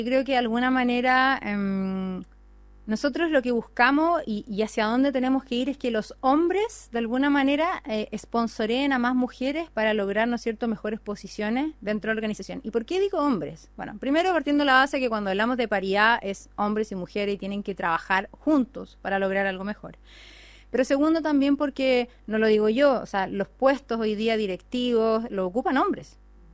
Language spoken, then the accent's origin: Spanish; Concepción, Biobío, Chile; moved away as an adult; now in Santiago, Chile; yo la verdad que soy de Concepción